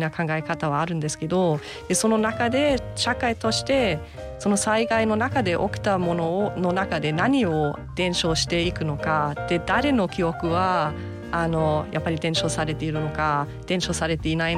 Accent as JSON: {"language": "Japanese", "region": "southern Germany", "country": "Germany", "tie": "born or raised there", "second_language": "Japanese", "moved": "as an adult", "lives_now": "Japan", "said": "生まれ育った地域も東北との共通点がすごく多くて"}